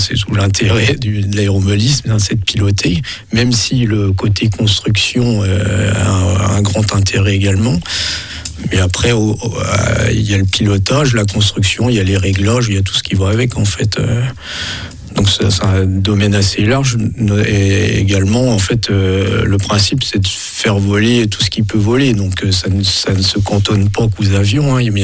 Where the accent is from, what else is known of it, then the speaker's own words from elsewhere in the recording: Grand Est, France; moved away as an adult; also born or lived in Le Luc en Provence / Compiègne / Caussade; now in Montauban, France; Moi, je suis originaire de la région de Nancy et j'ai eu la chance d'avoir un club à l'époque dans mon village.